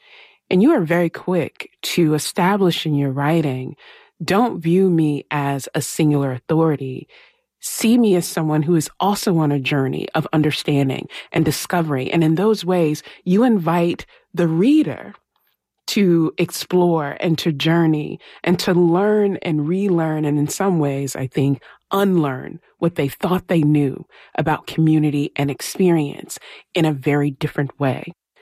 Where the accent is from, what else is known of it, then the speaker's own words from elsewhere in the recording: American South, United States; I grew up in the American South, but in Black households, you often tell we keep house business in the house, right?